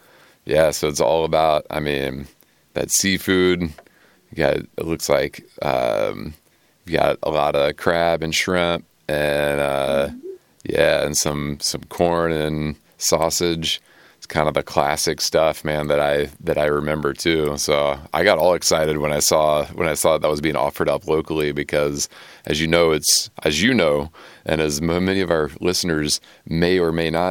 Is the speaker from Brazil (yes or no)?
no; South Carolina, United States; now in Humboldt County, United States; I grew up in South Carolina, and so seafood boils were a big part of, especially like family gatherings that we would have, you know.